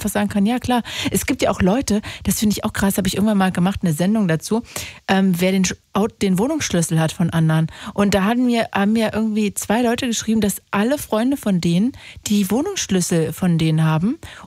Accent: East Germany, Germany; Jetzt sag nichts gegen Ostdeutschland, ich komme auch aus Ostdeutschland.

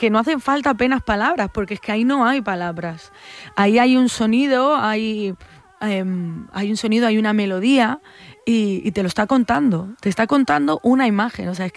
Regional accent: Barcelona, Catalonia, Spain; Yo soy de Barcelona

